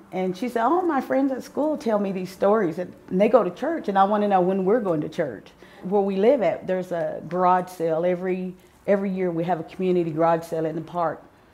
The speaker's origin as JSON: {"language": "English", "town": "Antlers", "region": "Oklahoma", "country": "United States", "also_born_or_lived": "Bernalillo, New Mexico", "moved": "as an adult", "lives_now": "Albuquerque, United States", "said": "I'm from the Choctaw Tribe of Antlers, Oklahoma. I've been in Albuquerque now for going on 15 years. I lived out in Bernalillo for a little while, and then I moved, bought a house in the Albuquerque area."}